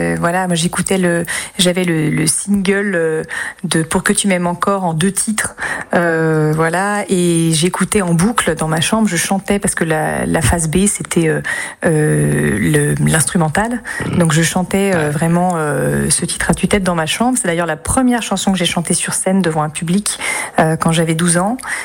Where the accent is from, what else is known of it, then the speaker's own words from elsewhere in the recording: Beaune, Bourgogne-Franche-Comté, France; Moi, je suis originaire de Beaune